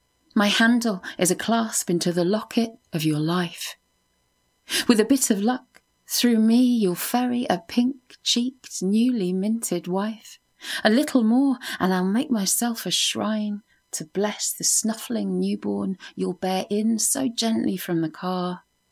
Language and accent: English; Winchester, South East England, United Kingdom; from Winchester